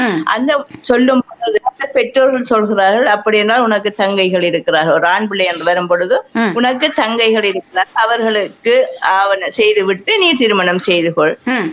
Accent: Muttur, Eastern Province, Sri Lanka; moved away as an adult; திருமணம் முடிந்து நான் திருவண்ணாமலைக்கு போய்விட்டேன், எனது ஊர் மூதூர்

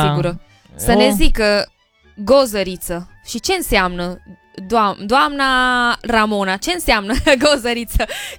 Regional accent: Transylvania, Romania; accent: Transylvanian (ardelenesc), pronounced; Eu am un accent ardelenesc foarte...

